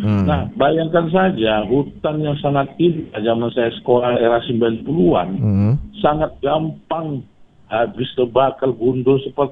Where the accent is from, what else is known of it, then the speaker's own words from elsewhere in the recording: Medan, North Sumatra, Indonesia; Nah, kalau saya sebagai anak Medan ini, ya kan, Bung Sabil